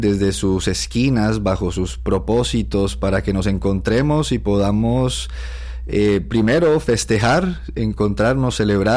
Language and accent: Spanish; Colombia; now in Puerto Rico; Yo nací en Colombia, yo soy colombiano.